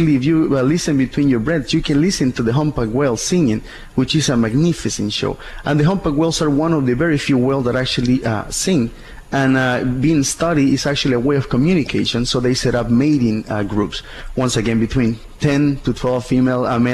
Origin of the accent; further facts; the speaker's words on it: Baja California, Mexico; I was born and raised in Baja, but my whole life I've been traveling around the world. And this being the hometown of my family, I end up living here for the last 12, 15 years and just loving it.